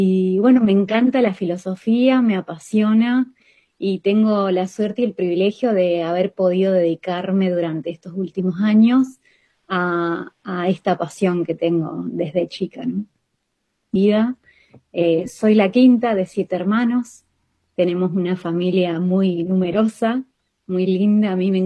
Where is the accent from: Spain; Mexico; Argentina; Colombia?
Argentina; also born or lived in Odense, Denmark; Luego regresaron a la Argentina y bueno, y crecí acá toda mi vida.